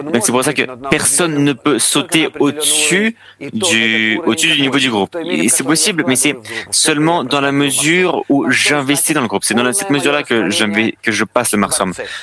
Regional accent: Israel; Les personnes qui viennent chez nous en Israël, ils mettent la kippa.

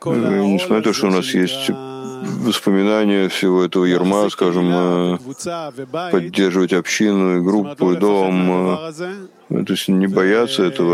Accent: Jerusalem, Jerusalem District, Israel; Это самый большой вызов, по крайней мере, у нас тоже, я из Иерусалима.

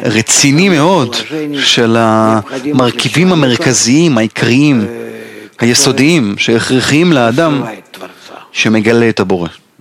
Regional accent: Bulgaria; אני גם מבולגריה.

